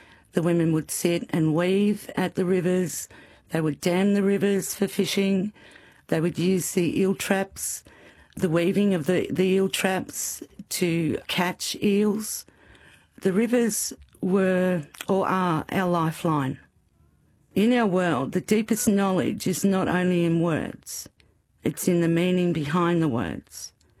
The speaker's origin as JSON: {"language": "English", "region": "Victoria", "country": "Australia", "first_language": "English", "said": "Dangwarang is the first people of the mountains and rivers."}